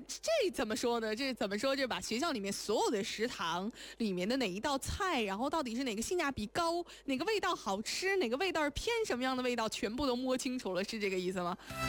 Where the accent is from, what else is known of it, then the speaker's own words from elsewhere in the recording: Houma, Shanxi, China; moved away; 因为我的家乡嘛，这个在山西侯马，所以侯马的那个地方其实基本上是没有方言的，就是我跟我的父母在说话的时候就没有太固定的那个调啊，就是我跟我父母在说话用的就是普通话